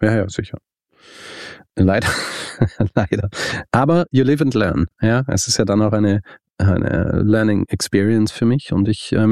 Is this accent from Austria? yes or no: yes; Austria; Genau, kein Radio, und ich bin Österreicher, und ich sage halt, ich spreche halt so einen Buchstaben aus, wie da steht, nicht?